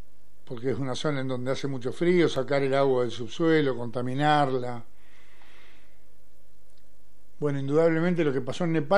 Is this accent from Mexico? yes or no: no; Argentina; Los argentinos, que tenemos una historia formidable de lucha, ¿no?